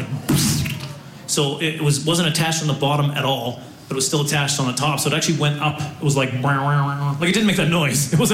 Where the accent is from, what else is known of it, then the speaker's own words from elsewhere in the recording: Canada; Like, I'm from Canada, I know cold.